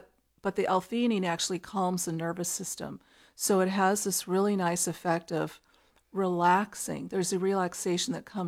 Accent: Austin, Texas, United States; You know, I grew up in Austin drinking iced tea.

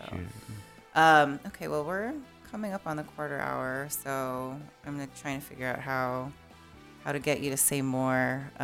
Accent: New York, United States; now in Austin, United States; I'm like from New York

